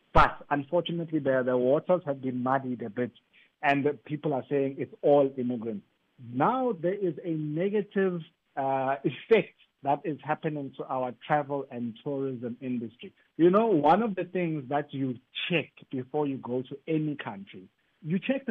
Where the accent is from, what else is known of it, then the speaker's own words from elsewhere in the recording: South Africa; Is it safe for me as a South African?